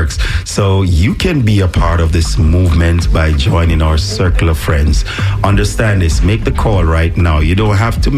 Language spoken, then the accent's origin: English; Jamaica; moved away; we are from Jamaica, to be specific.